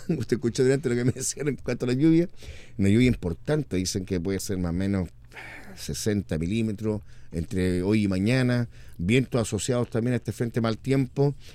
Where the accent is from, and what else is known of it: Chile